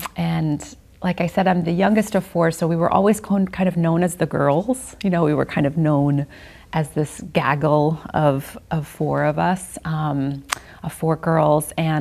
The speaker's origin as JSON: {"language": "English", "town": "Queens", "region": "New York", "country": "United States", "tie": "born or raised there", "said": "And so I feel very lucky that I grew up in Queens"}